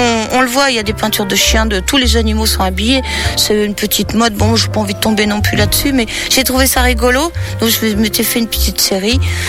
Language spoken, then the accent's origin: French; Centre-Val de Loire, France; Je viens du Loir-et-Cher.